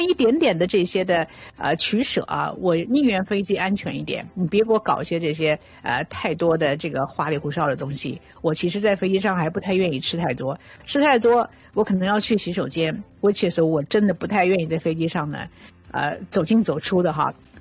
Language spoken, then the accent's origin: Chinese; Sichuan, China; 我家乡四川